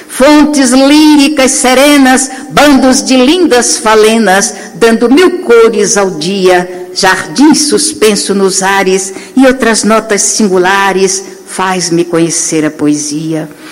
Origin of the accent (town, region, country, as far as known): Mato Grosso, Brazil; born or raised there